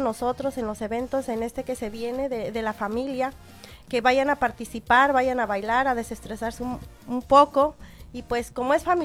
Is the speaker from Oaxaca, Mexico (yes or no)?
no; State of Mexico, Mexico; yo soy del Estado de México, no soy del Estado de Puebla